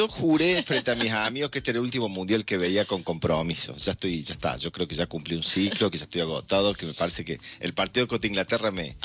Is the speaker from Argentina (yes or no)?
yes; Argentina; nuestra sociedad argentina.